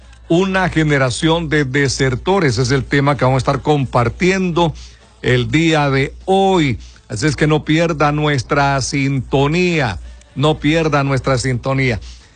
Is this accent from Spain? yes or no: no; Tegucigalpa, Francisco Morazán, Honduras; born there; yo recuerdo el día que nací en el Hospital San Felipe de Tegucigalpa.